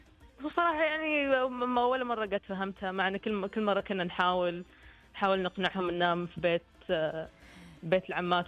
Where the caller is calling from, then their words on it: Qatif, Eastern Province, Saudi Arabia; اكلمكم من القطيف